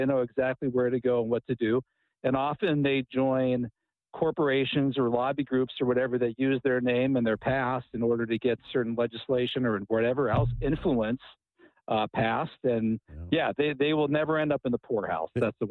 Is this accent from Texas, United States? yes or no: no; Butler, Pennsylvania, United States; I grew up in Butler, Pennsylvania in the 1980s. I was a complete high school degenerate.